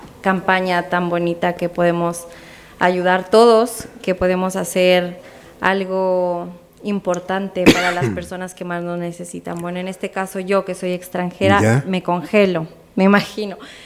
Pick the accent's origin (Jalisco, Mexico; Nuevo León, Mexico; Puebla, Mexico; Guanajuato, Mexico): Guanajuato, Mexico; Yo vengo de México, soy de Guanajuato. Ya. Estamos acá en Chile